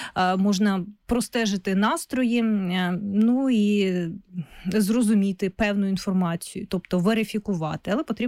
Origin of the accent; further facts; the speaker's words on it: Luhansk Oblast, Ukraine; я сама з Луганщини, і на Луганщині, на певній частині Луганщини, це була прям проблема. От той регіон, з якого я, у нас води не було місяцями